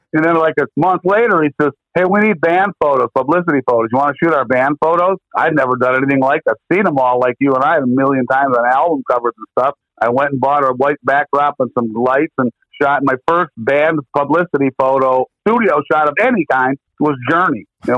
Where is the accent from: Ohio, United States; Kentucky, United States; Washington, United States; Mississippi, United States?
Ohio, United States; Cleveland; And I'm like, a kid, I'm from Cleveland.